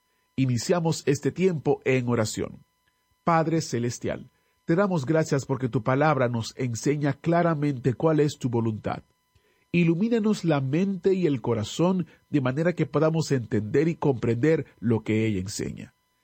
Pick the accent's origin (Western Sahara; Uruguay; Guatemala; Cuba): Guatemala; now in Hamilton, United States; Yo soy original de Guatemala, pero ya tengo 33 años viviendo en Estados Unidos de América. Vivo en New Jersey, en una ciudad que se llama Hamilton.